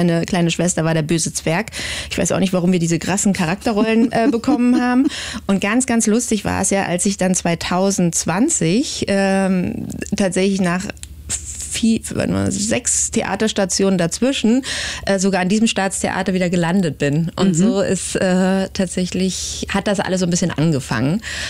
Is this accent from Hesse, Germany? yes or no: yes; Hesse, Germany; born there; also born or lived in Potsdam; Und dann landeten wir zwischen Marburg und Kassel, also so in der hessischen P